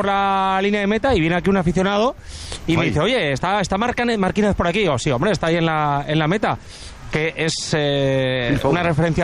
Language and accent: Spanish; Honduras; now in Sabadell, Spain; Sí, soy de Honduras y vivo